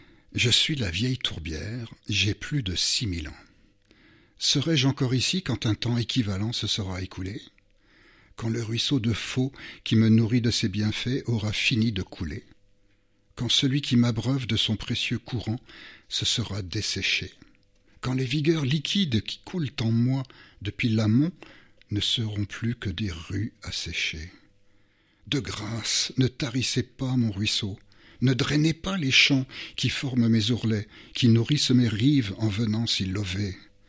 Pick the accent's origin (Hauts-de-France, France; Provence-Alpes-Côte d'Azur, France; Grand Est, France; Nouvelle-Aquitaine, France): Grand Est, France; first language Luxembourgish (Moselle Franconian); French is a second language; Je suis au sud de Metz, dans l'ancien canton de Pange, au bord de la rivière délicieusement nommée l'Agnée française.